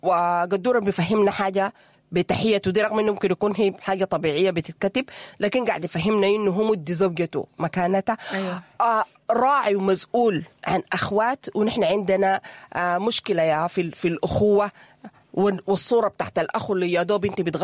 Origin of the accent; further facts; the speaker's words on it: Sudan; ونحن يا أخوانا نحن كسودانيين ولا واصلين القمر نكون واقعين